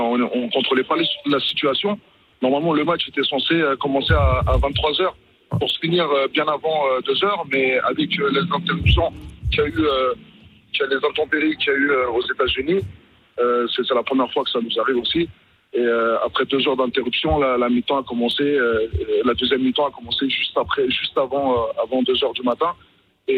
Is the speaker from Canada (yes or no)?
no; France; en tant que Français